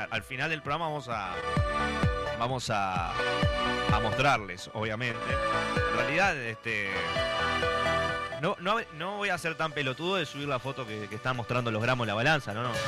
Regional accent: Uruguay; bienvenida Karina, también somos de Uruguay.

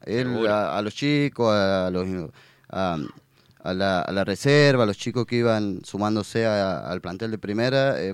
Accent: Nogolí, San Luis, Argentina; era mi pueblo

